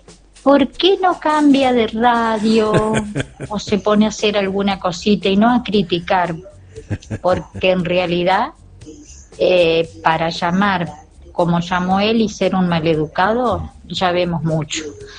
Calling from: Argentina; de Villa Merced

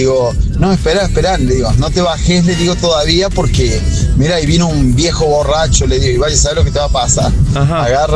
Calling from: Villa Mercedes, San Luis, Argentina; de Villa Mercedes San Luis.

